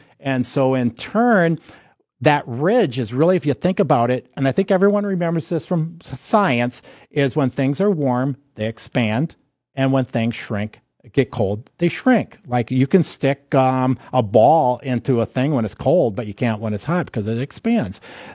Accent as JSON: {"language": "English", "region": "Midwest", "country": "United States", "said": "living in the Midwest"}